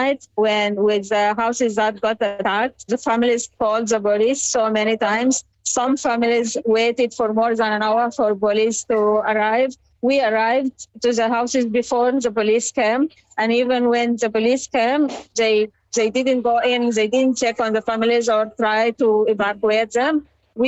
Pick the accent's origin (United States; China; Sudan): Sudan; moved away; I am from Sudan myself